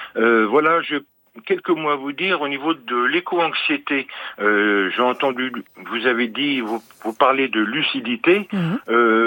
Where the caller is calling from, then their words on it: Occitanie, France; Chez moi, en Aveyron